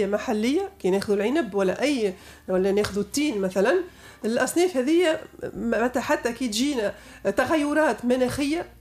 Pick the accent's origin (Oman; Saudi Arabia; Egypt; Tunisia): Tunisia; بلادنا تونس